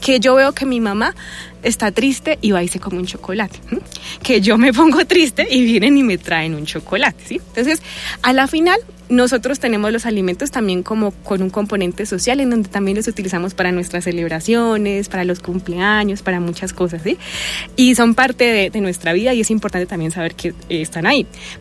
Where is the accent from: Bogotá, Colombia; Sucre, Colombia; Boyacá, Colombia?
Boyacá, Colombia; Soy de Boyacá, entonces yo he trabajado en varios municipios de Boyacá